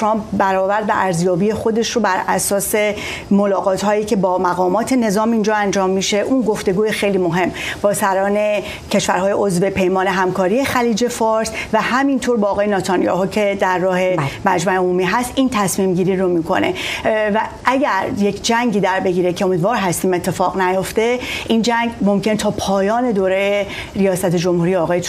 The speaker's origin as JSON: {"language": "Persian", "country": "Iran", "said": "من به عنوان یک ایرانی"}